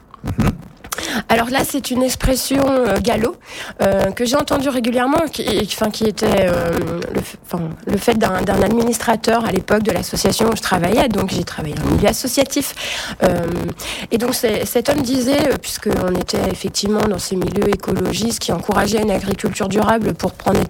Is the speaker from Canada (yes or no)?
no; Brittany, France; je suis une bretonne d'origine et née dans le milieu agricole, donc en campagne du côté de l'Orient. Et donc j'ai grandi entre deux femmes, entre deux lieux, et notamment très largement sur une ferme.